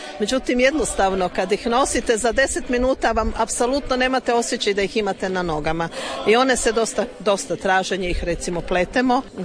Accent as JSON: {"language": "Croatian", "region": "Lika-Senj County", "country": "Croatia"}